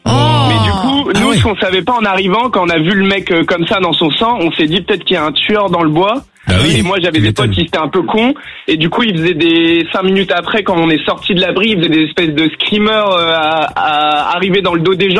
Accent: Brest, Brittany, France; Moi, je viens de Brest, en Bretagne.

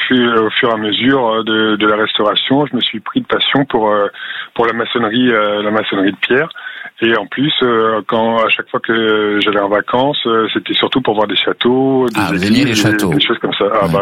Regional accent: Plouezec, Brittany, France; Moi, je suis originaire de Plouezec. J'ai virevolté de gauche et de droite pendant quelques années, puis je suis revenu ici auprès de mes parents

